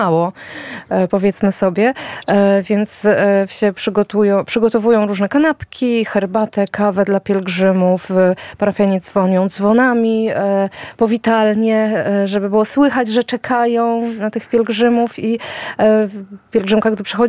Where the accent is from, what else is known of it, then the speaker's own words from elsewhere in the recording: Lipie, Masovian Voivodeship, Poland; bo ja pochodzę z parafii Trójcy Przenoświętszej w Lipiu koło Grójca i bardzo też pozdrawiam wszystkich parafian.